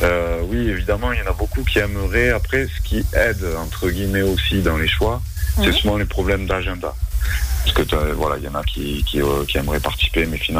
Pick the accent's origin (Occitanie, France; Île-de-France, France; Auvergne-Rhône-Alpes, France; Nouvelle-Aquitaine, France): Occitanie, France; Toulouse; on vient de Toulouse